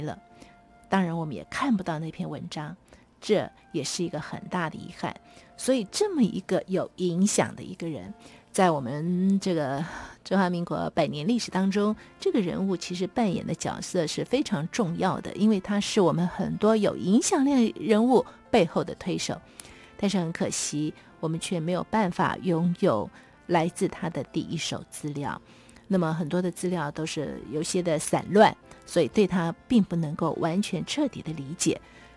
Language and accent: Chinese; China; 对于我们中国人来说，好像真的要对他有些的感谢才对啊。